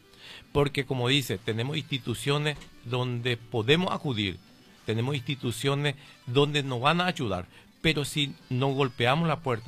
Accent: Paraguay; Eso es lo que necesitamos como paraguayos

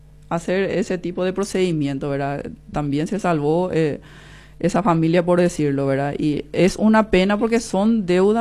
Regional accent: Paraguay

